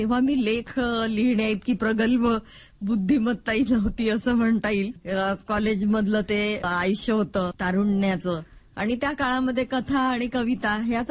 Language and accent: Marathi; Darwha, Maharashtra, India; माझं माहेर यवतमाळ जिल्ह्यातील दारव्हा येथील. माझे वडील ऍडव्होकेट … होते आणि माझं बालपण हे दारव्हा इथेच गेलं.